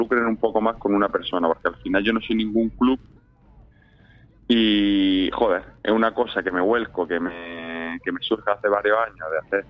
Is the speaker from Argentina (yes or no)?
no; Níjar, Andalusia, Spain; yo soy de Níjar